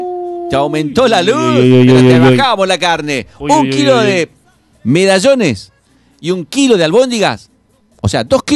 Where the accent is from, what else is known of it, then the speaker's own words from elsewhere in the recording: Argentina; lo que nos corresponde como argentinos.